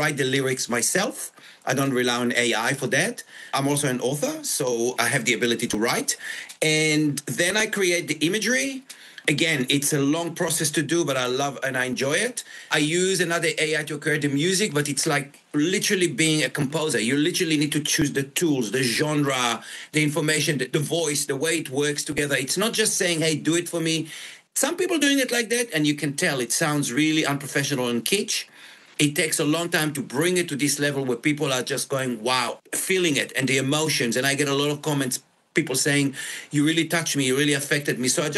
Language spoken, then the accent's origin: English; Kibbutz Yad Mordechai, Southern District, Israel; And I remembered something when I was growing up in Kibbutz Yad Mordechai, as you know.